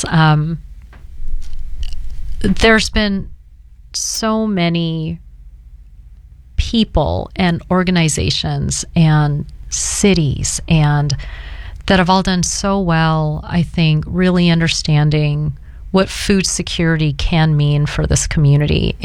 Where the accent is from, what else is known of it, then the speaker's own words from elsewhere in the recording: Pacific Northwest, United States; moved away; even though I grew up in the Pacific Northwest.